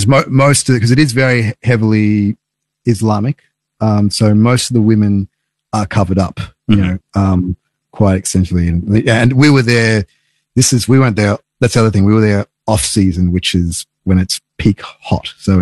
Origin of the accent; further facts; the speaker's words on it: Australia; I started saying, you know, I'm from Australia and that, and they'd be like, oh, Australia.